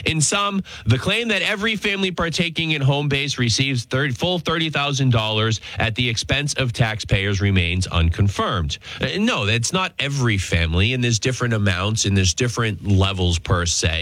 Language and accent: English; Massachusetts, United States; I have consistently referred to my home state of Massachusetts as a border state